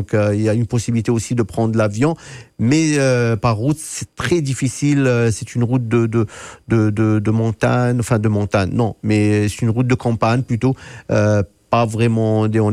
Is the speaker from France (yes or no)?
no; Manitoba, Canada; ils disent qu'on est franco-manitobain